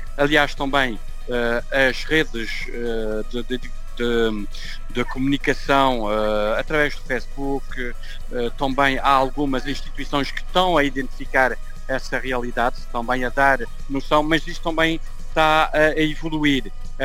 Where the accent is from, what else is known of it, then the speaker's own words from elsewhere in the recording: Ourém, Centro, Portugal; moved away; eu sou de Dorém, Fátima